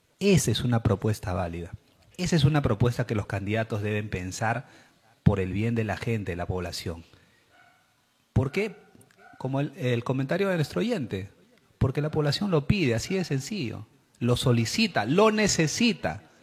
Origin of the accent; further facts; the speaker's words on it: Lima, Peru; nosotros, como peruanos y limeños que vivimos en un país subdesarrollado